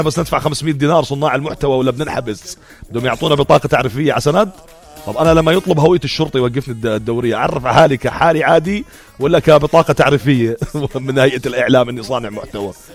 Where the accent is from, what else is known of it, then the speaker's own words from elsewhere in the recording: Jordan; عندنا في الاردن